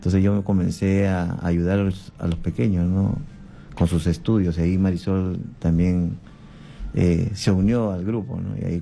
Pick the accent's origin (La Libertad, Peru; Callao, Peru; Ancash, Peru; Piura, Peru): Callao, Peru; nosotros somos del Callao, de la parroquia El Buen Pastor, está acá en el Callao, es José Boterín, a espalda del cementerio Vaquija